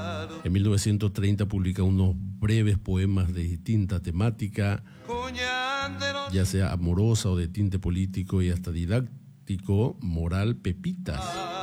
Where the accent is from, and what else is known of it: Paraguay